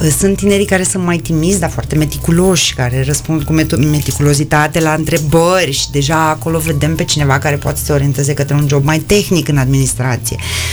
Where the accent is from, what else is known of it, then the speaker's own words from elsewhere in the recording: Bucharest, Romania; eu sunt din România, sunt din București.